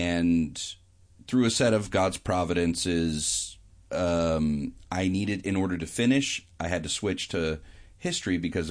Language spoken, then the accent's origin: English; Vallejo, California, United States; So we moved over to Solano County, and so I was raised in Vallejo my whole life.